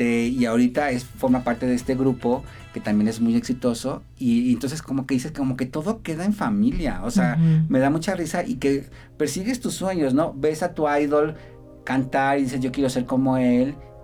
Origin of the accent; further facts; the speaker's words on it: Michoacán, Mexico; Yo, por favor, también cuando llegué de Michoacán con dos trenzas largas llenas de listones que nadie creía en mí, y poco a poco fui abriéndome las puertas